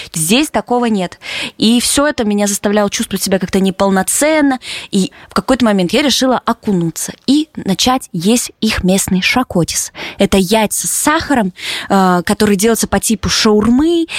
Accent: Yekaterinburg, Sverdlovsk Oblast, Russia; moved away; в своем родном Екатеринбурге.

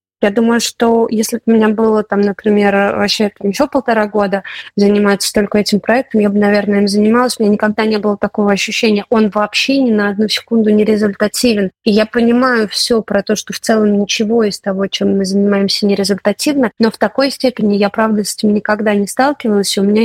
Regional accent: Russia; born there; мы росли в Москве и Петербурге, там нет как бы культуры, культуры этой вообще.

